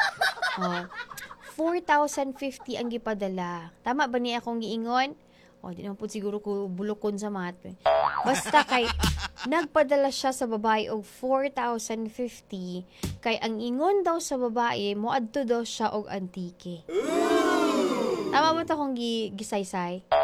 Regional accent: Western Visayas, Philippines; Sa FB ko lang siya nakilala, sir, pero taga Antique po ako. Taga Malaybalay Bukid nun po.

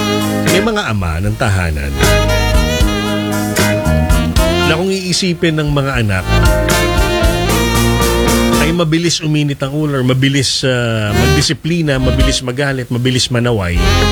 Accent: Marikina, Metro Manila, Philippines; also born or lived in Mandaluyong; now in Quezon City, Philippines; Tapos, umuwi kami sa Quezon City. Tapos, lumaki ako sa Marikina. Na eventually naging city din. Katapos, bumalik ulit ako sa Quezon City.

